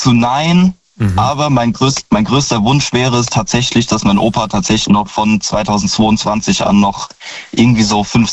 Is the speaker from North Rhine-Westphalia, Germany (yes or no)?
no; Hinzweiler, Rhineland-Palatinate, Germany; Und mein anderes Familienritual, was wir bis vor kurzem gepflegt haben, tatsächlich, war bei uns in Hinzweiler, da gibt's die Grillstation.